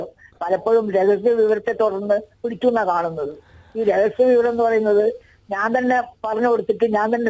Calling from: Thiruvananthapuram, Kerala, India; ട്രിവാൻഡ്രത്തിൽ നിന്നാണ് വിളിക്കുന്നത്.

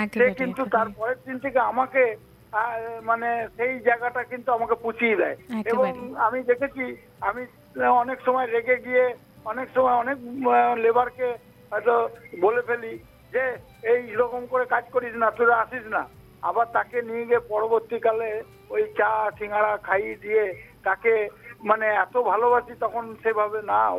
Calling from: Purba Bardhaman district, West Bengal, India; আমি পশ্চিমবঙ্গের পূর্ব বর্ধমান জেলার ভূতপুর থেকে

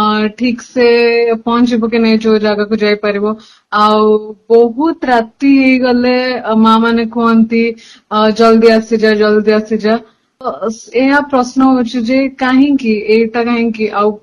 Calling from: Jeypore, Odisha, India; ମୁଁ ଜୟପୁରରୁ କହୁଛି।

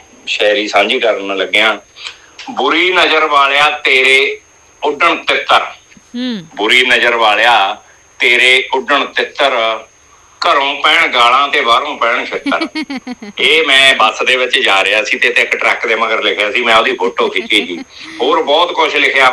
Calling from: Hathur, Punjab, India; main ਬਾਜ਼ਾਰ ਹਟੂਰ ਤਹਿਸੀਲ ਜਗਰਾਉਂ ਜ਼ਿਲ੍ਹਾ ਲੁਧਿਆਣਾ

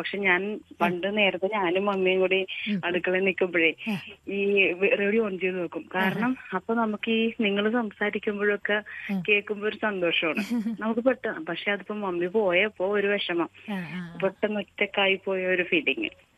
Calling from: Kerala, India; ഞാൻ തമ്മത്ത് നിന്നാണ് വിളിക്കുന്നത്.

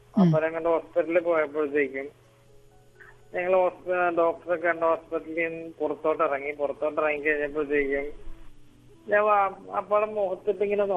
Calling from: Kalavoor, Kerala, India; ഞാൻ ഇവിടെ മറ്റേ കലവൂരിലെ.

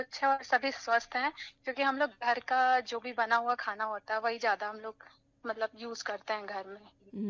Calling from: Varanasi, Uttar Pradesh, India; मैं तो वाराणसी से हूँ।

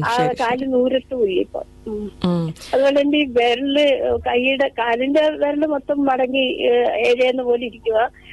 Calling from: Sooranad, Kerala, India; Kollam Sooranad വയ്യാങ്കരയിൽ

